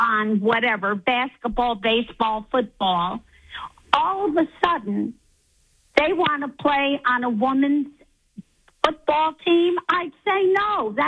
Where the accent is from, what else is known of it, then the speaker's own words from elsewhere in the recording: New York, United States; I grew up in New York, in New York State.